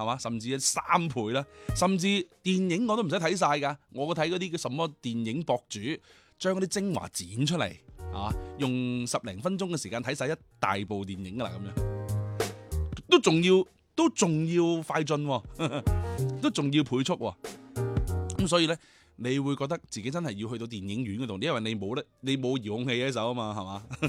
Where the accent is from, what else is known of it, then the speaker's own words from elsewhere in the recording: China; 我哋国家